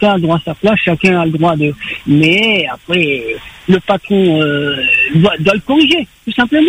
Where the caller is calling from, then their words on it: Normandy, France; J'appelle de la Normandie.